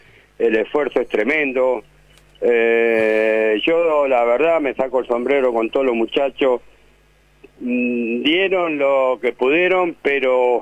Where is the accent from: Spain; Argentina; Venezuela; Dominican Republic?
Argentina; la imagen que somos los argentinos